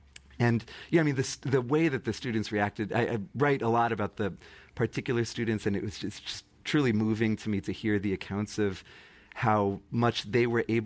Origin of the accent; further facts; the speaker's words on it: Massachusetts, United States; So Changing Lives Through Literature was a program started in my home state of Massachusetts.